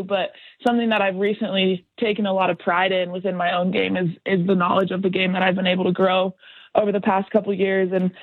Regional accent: Colorado, United States; I was from Colorado

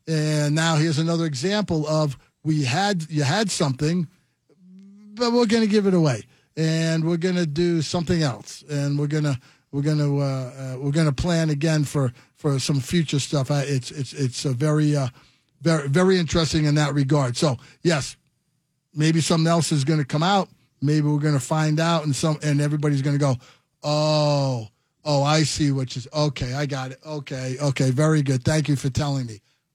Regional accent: East Coast, United States; growing up in the East Coast

